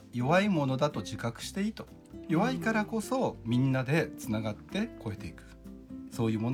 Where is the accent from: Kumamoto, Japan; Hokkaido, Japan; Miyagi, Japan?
Kumamoto, Japan; Yatsushiro; moved away; 私の実家が八代で